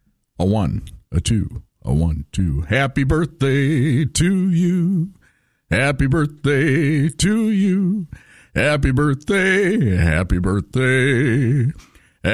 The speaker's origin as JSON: {"language": "English", "region": "Minnesota", "country": "United States", "said": "Oh, we're from Minnesota."}